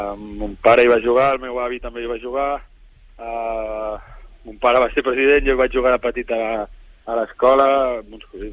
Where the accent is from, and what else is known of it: Sant Boi de Llobregat, Catalonia, Spain